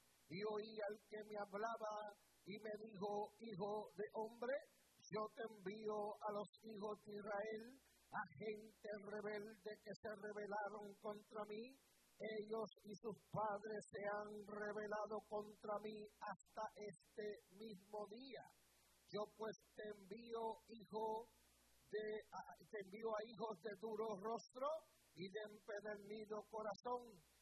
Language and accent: Spanish; Puerto Rico; es puertorriqueño, igual que yo.